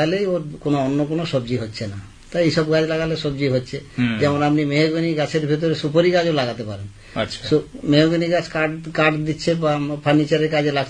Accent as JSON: {"language": "Bangla", "town": "Namkhana", "region": "West Bengal", "country": "India", "said": "আমি নামখানা নারায়ণপুর থেকে এসেছি, দক্ষিণ চব্বিশ পরগনা"}